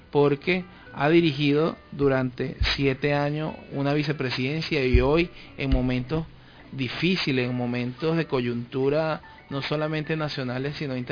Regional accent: Venezuela; yo creo que hay dos cosas que nos define como venezolanos

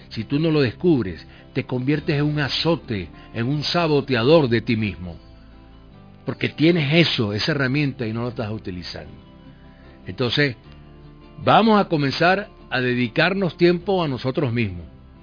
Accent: Venezuela; born there; Nacimos en el mejor país del mundo. No existe un país como Venezuela.

